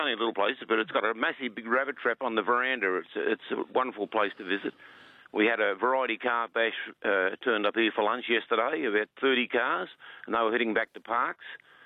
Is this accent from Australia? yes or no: yes; Ballarat, Victoria, Australia; I come from Ballarat.